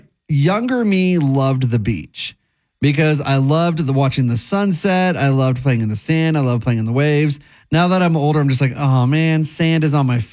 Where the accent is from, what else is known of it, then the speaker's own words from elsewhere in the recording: Oklahoma, United States; moved away; I grew up in Oklahoma where we didn't have either.